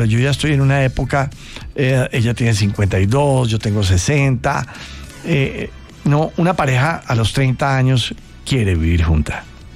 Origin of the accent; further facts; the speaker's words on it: Colombia; Aquí estamos los colombianos y hablamos así